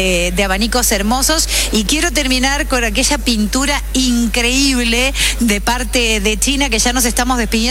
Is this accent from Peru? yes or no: no; Uruguay; todos los orientales, los del norte